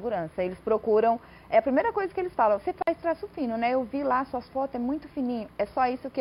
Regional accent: Taboão da Serra, São Paulo, Brazil; Eu sou do Taboão da Serra

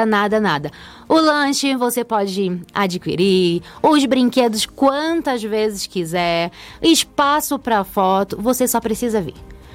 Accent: North Region, Brazil; Porque eu digo que eu sou do Norte, quantas crianças e professores lá do Norte gostariam de estar aqui e não pode?

